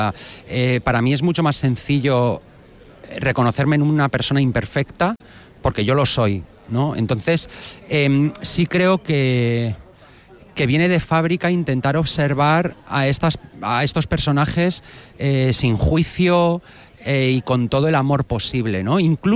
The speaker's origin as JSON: {"language": "Spanish", "town": "Bilbao", "region": "Basque Country", "country": "Spain", "moved": "yes", "said": "en el momento en el que tomo la decisión de volver a mi casa, de volver a mi tierra y volver a Bilbao"}